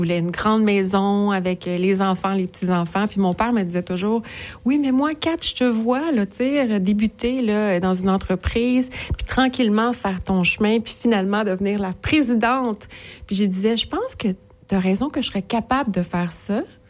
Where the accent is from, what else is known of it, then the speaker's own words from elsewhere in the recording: Laval, Quebec, Canada; Moi, Laval. Donc, je viens de la Rive-Nord, Laval, des parents, là, mon père était directeur d'école.